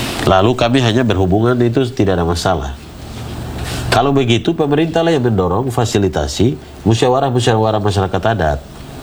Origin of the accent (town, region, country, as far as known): Papua, Indonesia